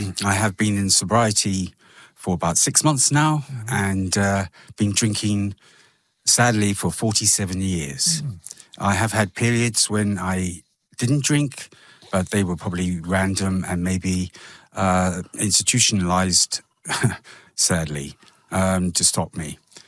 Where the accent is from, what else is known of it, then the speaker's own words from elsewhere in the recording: London, United Kingdom; And but I was raised in London. I went to grammar schools, wore the uniforms, had the briefcase, did my O levels